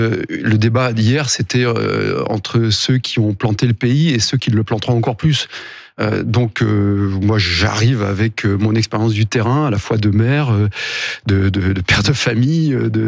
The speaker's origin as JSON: {"language": "French", "country": "France"}